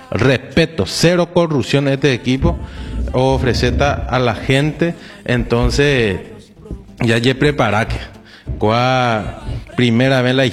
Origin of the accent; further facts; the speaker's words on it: Horqueta, Concepción, Paraguay; como orqueteño, como paraguayo